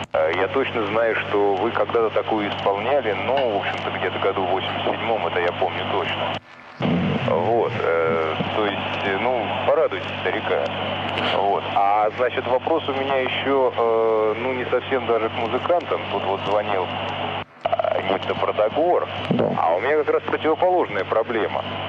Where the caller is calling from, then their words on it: Volgograd, Volgograd Oblast, Russia; Я, значит, из Волгограда, вот, нас тут подключили